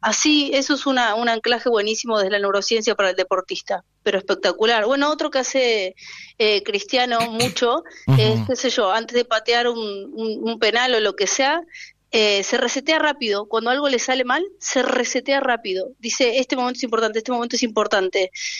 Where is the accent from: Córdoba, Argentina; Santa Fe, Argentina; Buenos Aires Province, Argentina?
Buenos Aires Province, Argentina; La Plata; Soy platense, de La Plata.